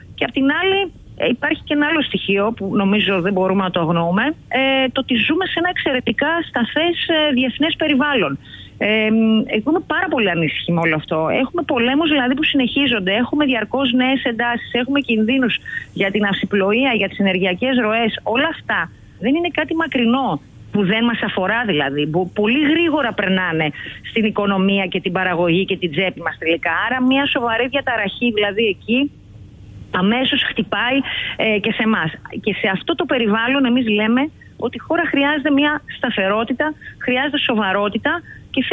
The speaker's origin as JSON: {"language": "Greek", "town": "Grevena", "region": "Western Macedonia", "country": "Greece", "tie": "born or raised there", "also_born_or_lived": "Thessaloniki"}